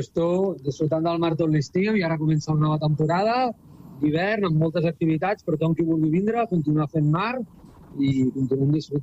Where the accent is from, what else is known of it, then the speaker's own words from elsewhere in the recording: Arenys, Catalonia, Spain; vindrà amb nosaltres que som d'Arenys